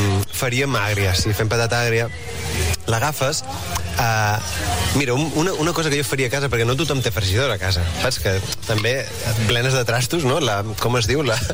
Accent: Catalonia, Spain; som catalans

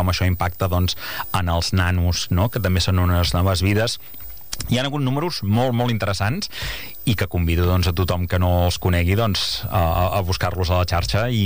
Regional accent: Igualada, Catalonia, Spain; que ets jove, jo sóc d'Igualada, el Joan, el codirector de Mataró, quedava molt lluny.

